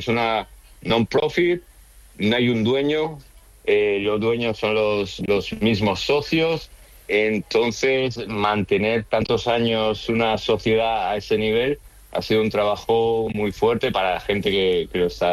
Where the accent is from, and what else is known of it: Valencian Community, Spain